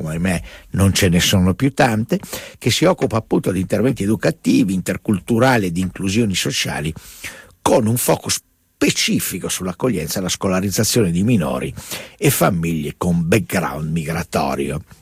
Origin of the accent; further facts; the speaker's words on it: Friuli-Venezia Giulia, Italy; sindaca di Monfalcone delle mie parti